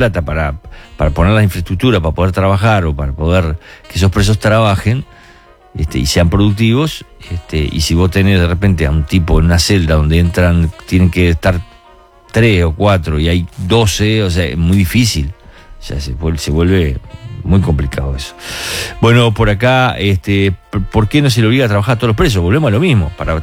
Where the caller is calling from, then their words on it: Caballito, Buenos Aires, Argentina; de Caballito